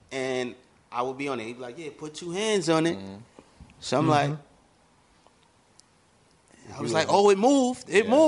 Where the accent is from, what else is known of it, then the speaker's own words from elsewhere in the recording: Fort Greene, New York, United States; Well, like I said, I'm from Fort Greene. So within Fort Greene, it was always a together situation with everything that they was doing.